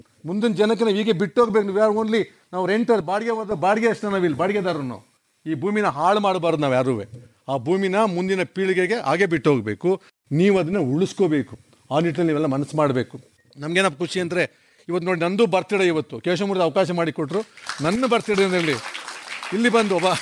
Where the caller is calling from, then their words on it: Mandya, Karnataka, India; ನಮ್ಮ ಮಂಡ್ಯದ B S engineering college ಇದೆ